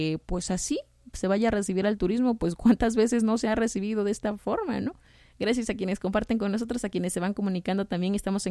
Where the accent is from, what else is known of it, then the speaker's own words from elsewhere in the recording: Oaxaca, Mexico; somos oaxaqueños